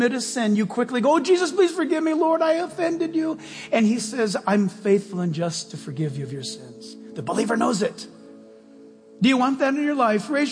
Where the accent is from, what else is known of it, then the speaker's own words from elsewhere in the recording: United States; born there; I was born in America.